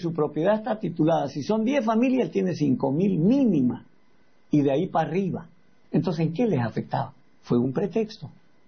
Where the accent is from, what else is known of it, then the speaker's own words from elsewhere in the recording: Bolivia; ¿será que yo no soy boliviano?